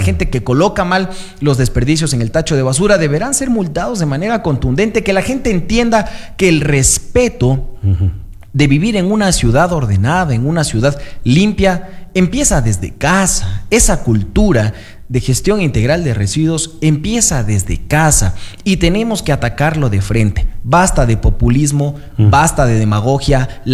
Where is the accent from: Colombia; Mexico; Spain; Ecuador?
Ecuador; Loja; moved away; que eres un hermano más migrante de tantos vecinos que somos de Loja, que hemos estado fuera